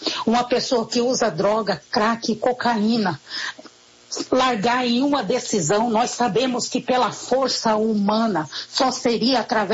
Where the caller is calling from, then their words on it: Coxim, Mato Grosso do Sul, Brazil; Sou aqui da cidade de Coxim, Mato Grosso do Sul.